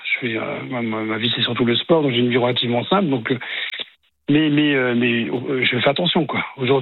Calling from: Saint-Malo, Brittany, France

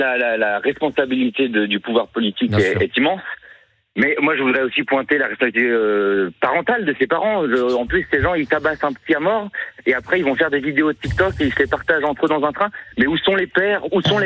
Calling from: Marennes, Auvergne-Rhône-Alpes, France; J'appelle de Marennes, dans le Rhône

